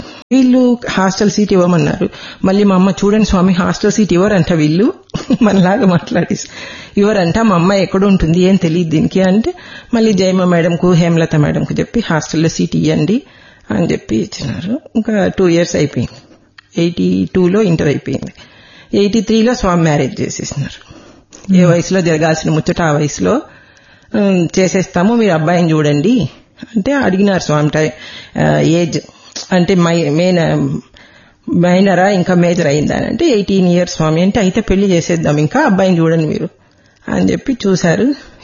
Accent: Katpadi, Tamil Nadu, India; born there; నేను కూడా అక్కడే పుట్టాను కాట్పాడిలో ఉన్నప్పుడు 65.

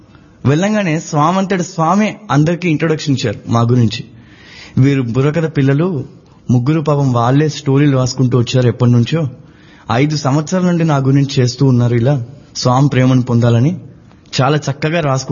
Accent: Telugu states, India; తెలుగు వాళ్ళం

